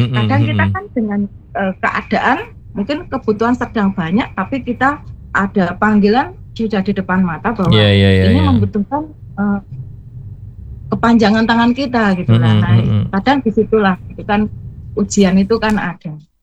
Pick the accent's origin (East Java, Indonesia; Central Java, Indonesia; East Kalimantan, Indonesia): Central Java, Indonesia; Boyolali; born there; moved away; Kalau saya juga saya lahir di Boyolali.